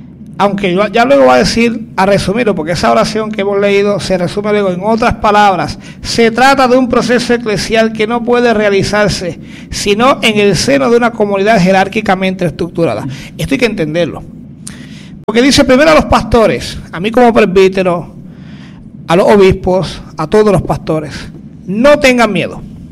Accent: Jayuya, Puerto Rico; moved away; Yo soy de Jayuya

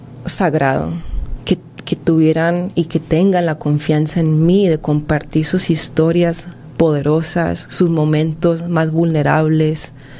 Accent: Colombia; now in El Salvador; Aunque yo soy colombiana, creo que he pasado más tiempo en este país que en mi propio país.

